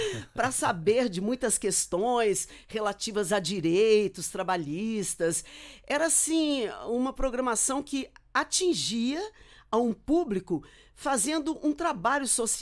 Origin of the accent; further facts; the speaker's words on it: Pouso Alegre, Minas Gerais, Brazil; born there; also born or lived in Belo Horizonte, Minas Gerais; now in Brasília, Brazil; Eu comecei a cantar com 6 anos de idade, quando eu morava em Pouso Alegre, no sul de Minas. Eu sou mineira de Belo Horizonte e estávamos morando em Pouso Alegre